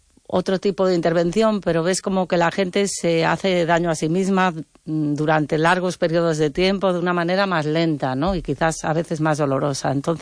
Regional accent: Pontevedra, Galicia, Spain; nací en Pontevedra y en el entorno donde yo vivía, en Campolongo, recuerdo en los años 80, siendo muy pequeña

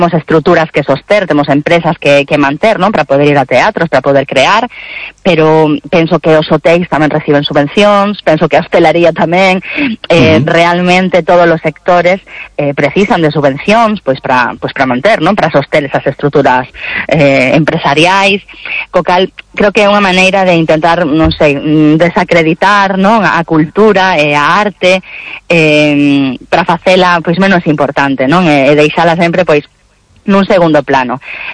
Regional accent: Galicia, Spain; claro, a ver, nós tamén somos creadoras galegas, co cal sempre a nosa visión facemos dende a nosa idiosincrasia

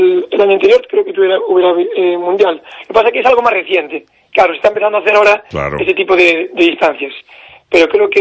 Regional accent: Ames, Galicia, Spain; Porque aunque yo ahora estoy en Opino, pero me crié siempre en Ames

